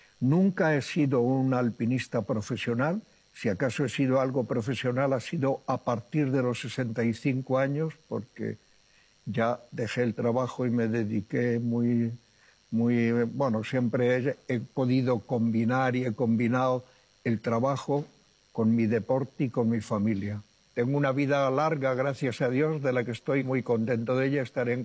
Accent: Ávila, Castile and León, Spain; born there; Cuando iba al colegio, nací en Ávila y tenía familia, y cuando iba allí me apetecía estar en el río Adaja, en un sitio que se llamaba la Balsa Verdeja, más que en la ciudad.

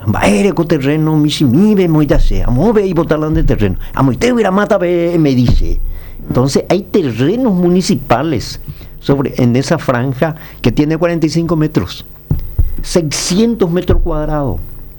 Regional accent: Borja, Guairá, Paraguay; now in Lambaré, Paraguay; soy guaireño oriundo de Borja.

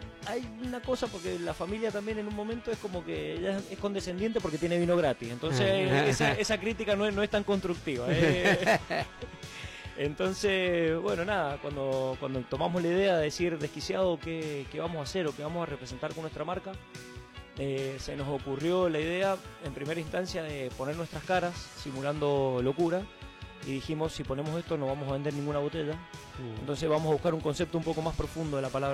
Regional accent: Mendoza, Argentina; como buenos mendocinos, nosotros somos muy apasionados del vino.

